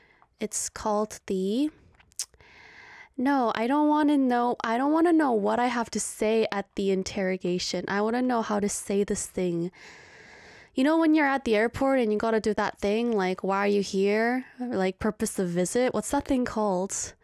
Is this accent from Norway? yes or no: no; South Korea; And I was like, oh, like, I'm from Korea. And so he said, Korean singer? So I said, yeah.